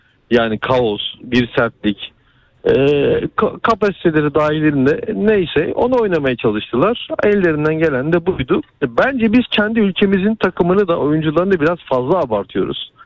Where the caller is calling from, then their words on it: Istanbul, Turkey; İstanbul'dan arıyorum.